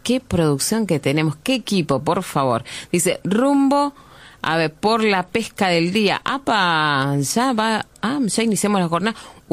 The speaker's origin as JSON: {"language": "Spanish", "region": "Salta", "country": "Argentina", "said": "yo soy de Salta"}